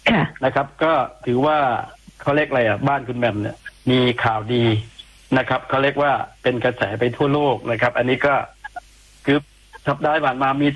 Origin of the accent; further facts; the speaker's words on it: Nakhon Si Thammarat, Thailand; born there; ผมเกิดนครนะครับ